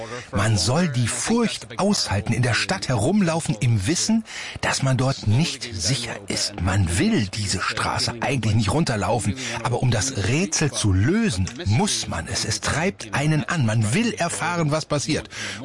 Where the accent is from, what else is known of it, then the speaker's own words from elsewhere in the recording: Scotland, United Kingdom; Und bei uns in Schottland, manchmal schauen wir morgens aus dem Fenster und denken, oh, es ist schon wieder Silent Hill da draußen.